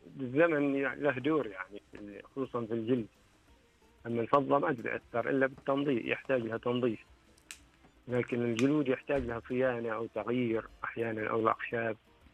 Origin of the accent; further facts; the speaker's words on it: Oman; احنا عندنا في عمان